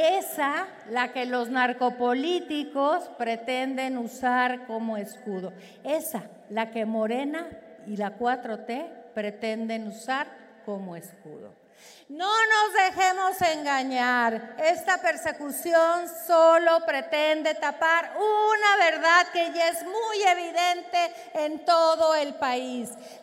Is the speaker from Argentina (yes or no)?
no; Mexico; eso no somos los mexicanos